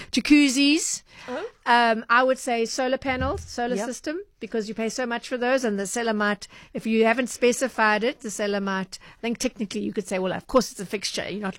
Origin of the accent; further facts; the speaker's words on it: Durban, KwaZulu-Natal, South Africa; moved away; also born or lived in Germany; in Durban, KZN, where I'm originally from